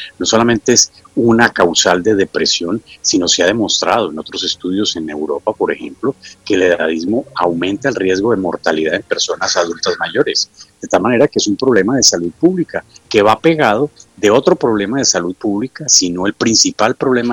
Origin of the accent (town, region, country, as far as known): Colombia